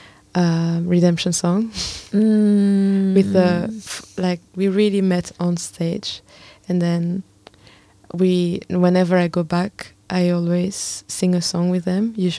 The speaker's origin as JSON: {"language": "English", "town": "Brussels", "region": "Brussels-Capital Region", "country": "Belgium", "moved": "yes", "said": "I'm from Brussels"}